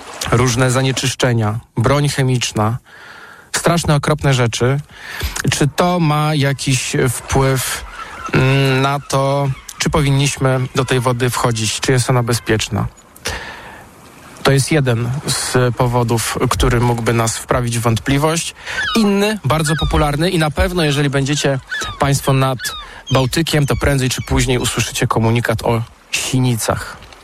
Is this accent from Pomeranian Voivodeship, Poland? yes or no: yes; Tricity, Pomeranian Voivodeship, Poland; born there; moved away as an adult; also born or lived in Gdynia / Sopot / Gdańsk; now in Warsaw, Poland; Ja się urodziłem się w Gdyni, mieszkałem w Sopocie, w dorosłość wchodziłem w Gdańsku i tak się złożyło, że trafiłem do Warszawy i nie zamierzam jej opuszczać.